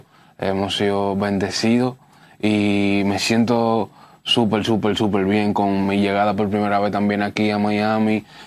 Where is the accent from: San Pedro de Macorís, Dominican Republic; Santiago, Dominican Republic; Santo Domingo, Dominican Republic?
Santo Domingo, Dominican Republic; Los Alcarrizos; Yo soy de los Alcarrizos, un barrio de Pantoja, un barrio de Santo Domingo. Y en la iglesia donde me congregaba siendo niño, porque vengo de creencias cristianas